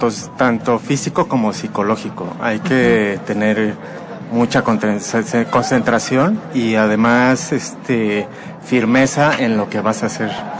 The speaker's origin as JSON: {"language": "Spanish", "region": "Mexico City", "country": "Mexico", "said": "Y los que estamos ahora son algunos de Azcapotzalco. Yo soy de Acaportasqueña."}